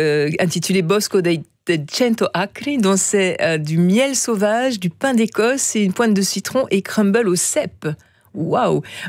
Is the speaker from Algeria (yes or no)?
no; Belgium; on reste quand même en tant que Belge très attaché au goût classique, vanille, chocolat, tiramisu.